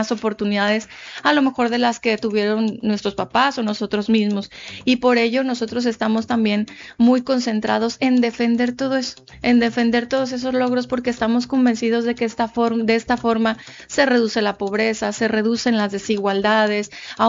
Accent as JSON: {"language": "Spanish", "country": "Mexico", "said": "Nuestra independencia y nuestra soberanía es algo que tenemos muy valioso como mexicanos."}